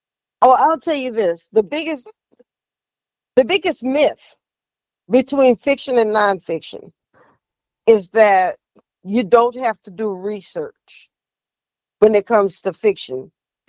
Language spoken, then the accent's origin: English; New Orleans, Louisiana, United States; grew up in the lower ninth ward.